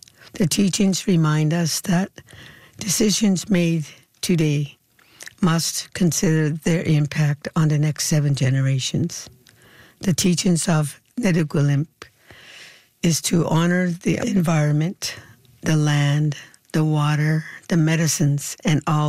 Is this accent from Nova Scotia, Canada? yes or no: yes; Nova Scotia, Canada; I'm from Sebaganegri in Mi'kma'ki in Nova Scotia. I reside on the Indian Brook Reserve.